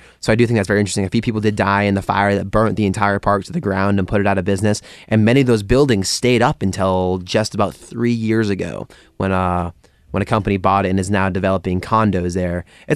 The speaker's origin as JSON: {"language": "English", "town": "Westport", "region": "Massachusetts", "country": "United States", "tie": "born or raised there", "said": "So one place that claims to be haunted in my hometown of Westport is Cornell Road."}